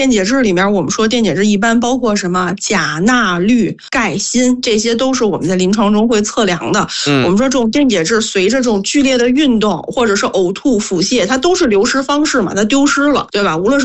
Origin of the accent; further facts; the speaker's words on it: Northeast China, China; 我是东北人，我和于老师一个地方的啊